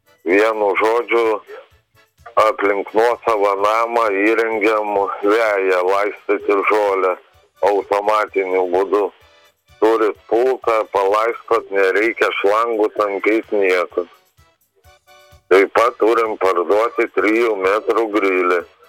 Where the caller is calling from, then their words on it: Kaunas, Kaunas County, Lithuania; Aš iš Kauno.